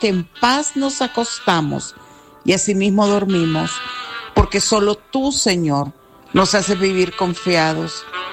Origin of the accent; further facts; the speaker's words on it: El Salvador; Gracias por mi tierra bendita, El Salvador.